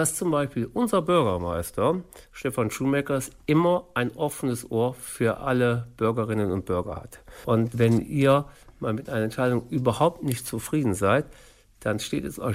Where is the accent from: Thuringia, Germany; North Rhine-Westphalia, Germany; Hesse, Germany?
North Rhine-Westphalia, Germany; Grefrath; ich bin 49 Jahre alt, ich bin gebürtiger Grefrather. Das heißt, schon meine Großeltern wurden hier geboren